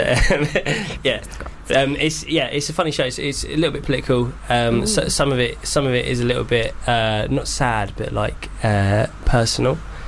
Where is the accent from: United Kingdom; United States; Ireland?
United Kingdom; Stevenage, East of England; moved away as an adult; now in London, United Kingdom; No, I'm from just outside in Stevenage.